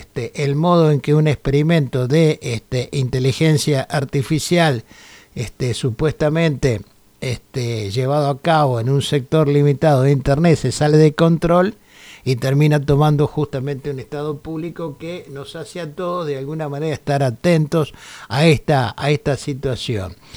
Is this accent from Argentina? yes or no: yes; Argentina